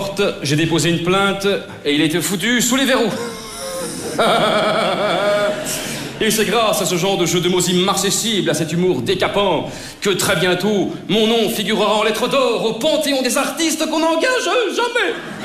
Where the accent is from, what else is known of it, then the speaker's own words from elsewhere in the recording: Brussels, Belgium; born there; Je suis né à Bruxelles. Je suis un humoriste belge particulièrement méconnu.